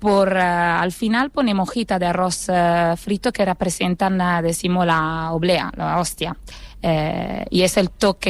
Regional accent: Italy; now in Spain; realidad, y bueno, soy italiana, pero mi padre era egipcio, por eso llevo este apellido tan raro.

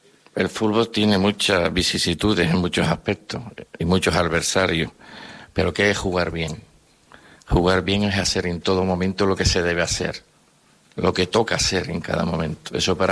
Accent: Canary Islands, Spain

